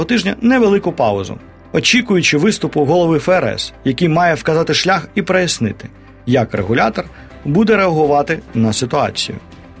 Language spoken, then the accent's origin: Ukrainian; Kyiv, Ukraine; я виріс в Києві, все моє дитинство ми говорили російською, і всі книжки я читав російською.